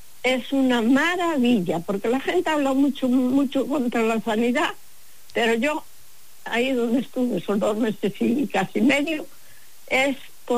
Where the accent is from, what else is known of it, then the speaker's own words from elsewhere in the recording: Pontevedra, Galicia, Spain; Hola, buenos días. Soy de aquí de Pontevedra, sí. Junto Pasadón.